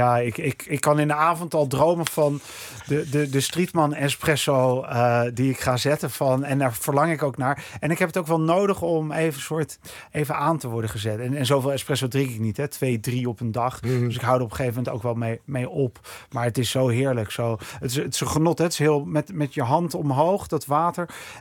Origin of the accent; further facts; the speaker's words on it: Netherlands; als Nederlander